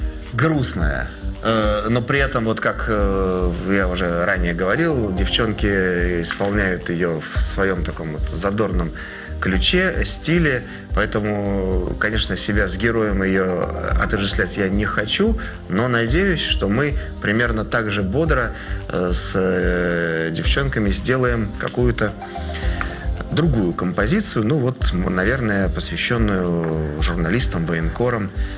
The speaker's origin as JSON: {"language": "Russian", "region": "Saint Petersburg", "country": "Russia", "tie": "born or raised there", "said": "Но при этом я коренной ленинградец. Папа у меня ребенок блокадного Ленинграда был, бабушка блокаду пережила."}